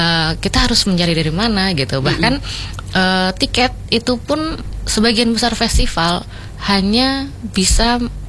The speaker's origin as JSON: {"language": "Indonesian", "town": "Yogyakarta", "region": "Special Region of Yogyakarta", "country": "Indonesia", "said": "kita tuh warga Jogja"}